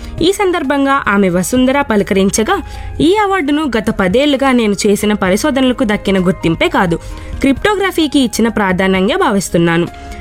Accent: Pune, Maharashtra, India; మాది పూణే, మధ్యతరగతి కుటుంబం.

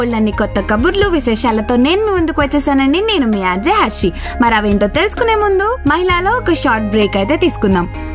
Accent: Rampuram, Andhra Pradesh, India; మాది అనంతపురం జిల్లా పెనుగొండ మండలంలోని రాంపురం. నాన్న … అమ్మ నాగరాణి. మాది వ్యవసాయ కుటుంబం.

